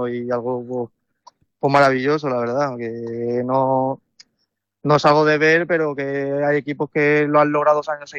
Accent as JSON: {"language": "Spanish", "town": "Barcelona", "region": "Catalonia", "country": "Spain", "moved": "yes", "said": "Al fin y al cabo yo soy de fuera, soy de Barcelona"}